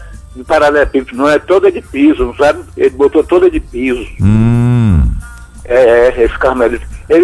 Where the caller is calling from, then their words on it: Cruz das Almas, Bahia, Brazil; eu sou de Cruz das Almas. Eu moro na fazenda Chapadinha.